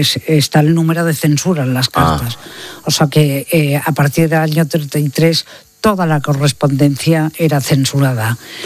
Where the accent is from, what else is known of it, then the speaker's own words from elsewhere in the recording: Barcelona, Catalonia, Spain; yo nací en Barcelona, mis padres eran alemanes, se habían conocido aquí y me educaron en la fe católica, en el colegio de las monjas alemanas de la calle Copérnico en Barcelona.